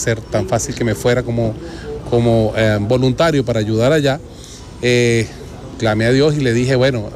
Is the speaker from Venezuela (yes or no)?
yes; Venezuela; moved away